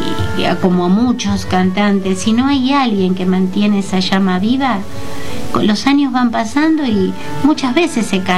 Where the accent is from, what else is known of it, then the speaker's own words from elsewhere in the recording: Elda, Valencian Community, Spain; Yo soy de Elda, señores.